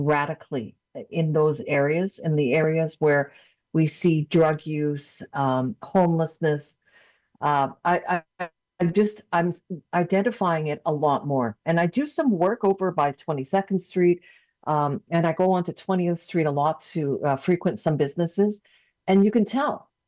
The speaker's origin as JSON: {"language": "English", "town": "Saskatoon", "region": "Saskatchewan", "country": "Canada", "lives_now": "Vancouver, Canada", "said": "I just happened to bring up with somebody that I was from Saskatoon."}